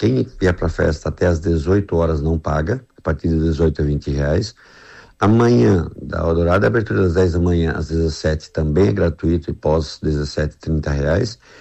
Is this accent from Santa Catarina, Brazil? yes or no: yes; Jaraguá do Sul, Santa Catarina, Brazil; eu sou de Jaraguá, vou a Jaraguá votar